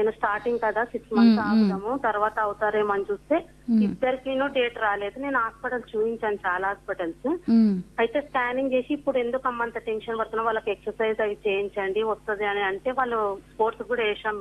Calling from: Hyderabad, Telangana, India; మేము హైదరాబాద్ నుంచి మాట్లాడుతున్నాం మేడం.

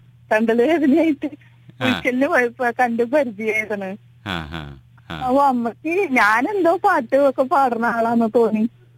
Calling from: Muringoor, Kerala, India; ഇത് മുരിങ്ങൂര്.

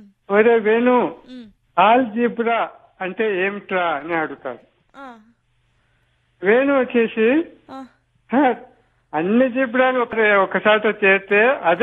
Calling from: Proddatur, Andhra Pradesh, India; Proddatur.

